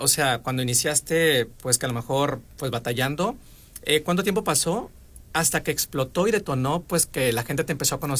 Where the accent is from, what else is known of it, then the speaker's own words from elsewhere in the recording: Culiacán, Sinaloa, Mexico; uno como culichi pues siempre presumimos eso cuando viajamos al extranjero, que la comida acá es muy buena.